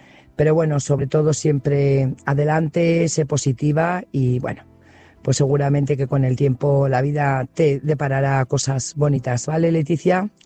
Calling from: Burgos, Castile and León, Spain; corresponsal de Burgos

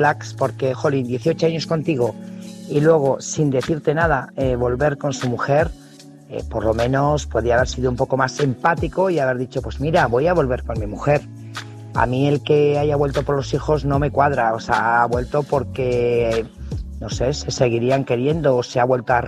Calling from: Burgos, Castile and León, Spain; corresponsal de Burgos.

